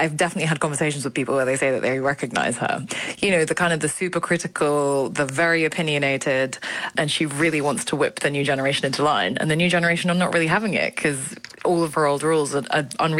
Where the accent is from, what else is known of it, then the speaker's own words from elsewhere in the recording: Japan; I grew up in Japan, so I suppose I was just always aware of being an outsider.